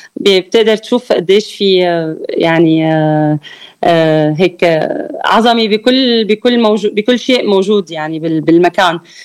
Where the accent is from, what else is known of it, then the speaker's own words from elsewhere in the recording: Syria; بالنسبة لنا كان كسوريين هونيك